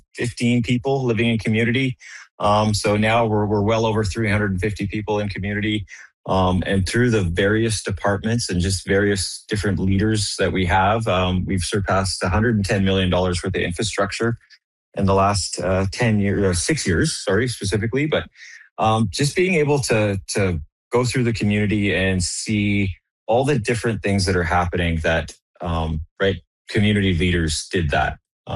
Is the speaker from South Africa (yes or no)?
no; Lower Post, British Columbia, Canada; also born or lived in Watson Lake; I was born in Watson Lake, and I grew up in Lower Post. I spent a little bit of time in Ross River, graduated at Watson Lake Secondary School.